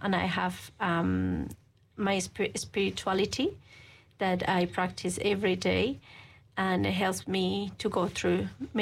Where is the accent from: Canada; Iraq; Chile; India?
Chile; English is a second language; now in New Zealand; I'm from Chile, but my wife is Kiwi.